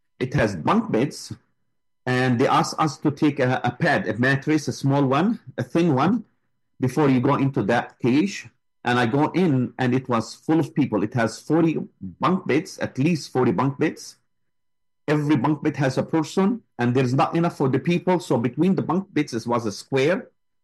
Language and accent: English; United States; I said, I'm from the US.